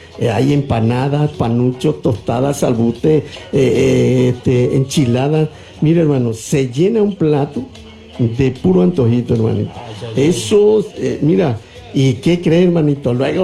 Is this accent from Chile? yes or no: no; Mexico